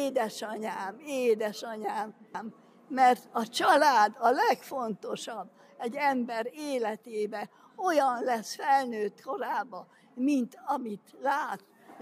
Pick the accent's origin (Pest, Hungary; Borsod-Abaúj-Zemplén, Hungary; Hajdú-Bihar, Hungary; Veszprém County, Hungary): Borsod-Abaúj-Zemplén, Hungary; Miskolc; born there; 1941. január 10. A gyárba születtem.